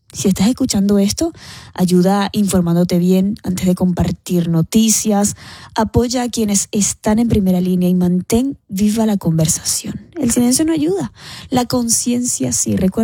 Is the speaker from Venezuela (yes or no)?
yes; Venezuela; Si es así, pues te voy a hablar como venezolana.